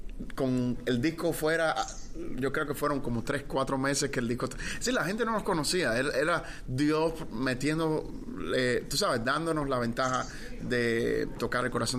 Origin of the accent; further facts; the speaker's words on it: Cuba; soy de Cuba y nací en un hogar cristiano, un hogar pastoral.